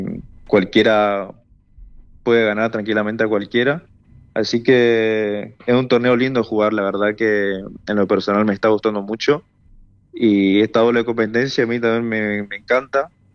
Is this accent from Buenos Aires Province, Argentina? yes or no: no; Curuzú Cuatiá, Corrientes, Argentina; now in Corrientes, Argentina; yo soy del interior, soy de Curuzú, Cuatiá